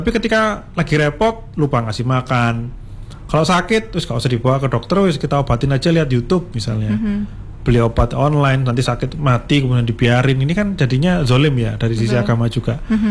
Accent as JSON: {"language": "Indonesian", "town": "Malang", "region": "East Java", "country": "Indonesia", "tie": "born there", "said": "saya lahir di Malang dan saya ingin juga berkontribusi tentunya untuk Kota Malang, dan harapannya bisa lebih luas lagi ke Jawa Timur dan di Indonesia."}